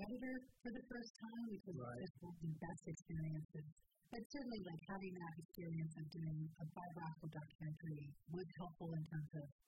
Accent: New York, United States; but I'm a city girl. I'm from New York, so I didn't know what it was like.

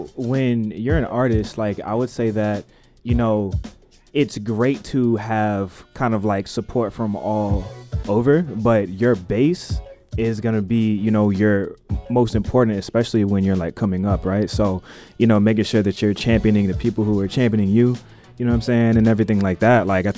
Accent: Blackstone, United States; I'm from Blackstone, a town of 3,000 people.

